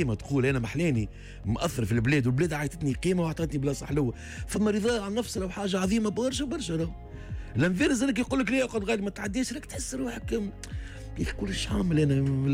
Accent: Tunisia

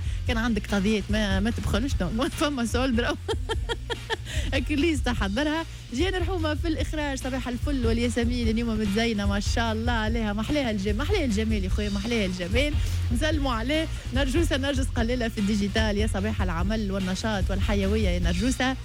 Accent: Tunisia

